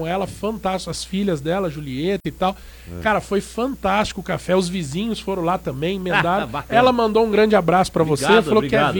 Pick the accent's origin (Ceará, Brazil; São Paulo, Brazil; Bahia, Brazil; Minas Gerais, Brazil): São Paulo, Brazil; Pindamonhangaba; Pindamonhangaba, que é uma cidade onde eu nasci, fui criado, já fui embora, já voltei e pretendo não sair mais.